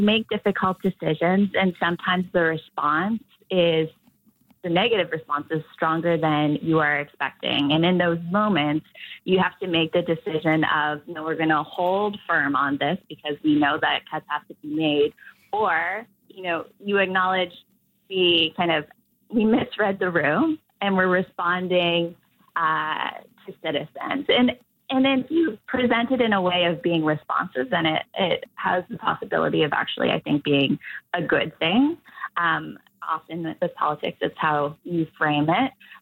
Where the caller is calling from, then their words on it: Nova Scotia, Canada; I'm calling from Nova Scotia.